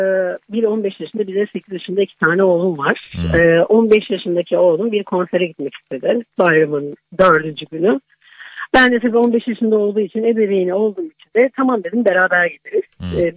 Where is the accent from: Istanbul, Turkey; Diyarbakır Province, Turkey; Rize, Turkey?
Istanbul, Turkey; Evet, Emirgan'da yaşıyorum. Ya. Doğma büyüme Emirgan'dayım.